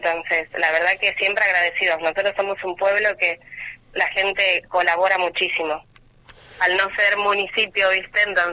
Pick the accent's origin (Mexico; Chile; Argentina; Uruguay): Argentina; Dragones, Salta; moved away; me encanta trabajar por mi pueblo. Yo no estuve muchos años aquí, y hace un par de años volví